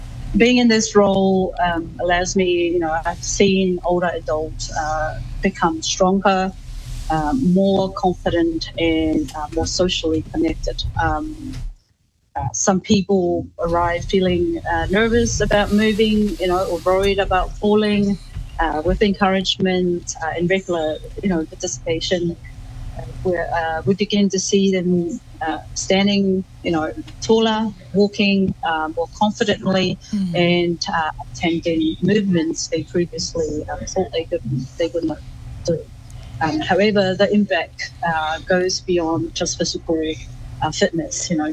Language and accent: English; Tonga; moved away; I am Tongan, a wife and a mother of three daughters. I grew up in Tonga, where I was raised by my grandmother.